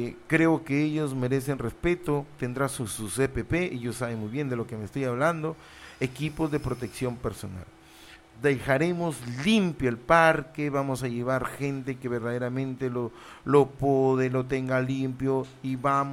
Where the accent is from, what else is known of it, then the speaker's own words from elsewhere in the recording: Túcume, Lambayeque, Peru; un saludo para todo mi pueblo de Túcume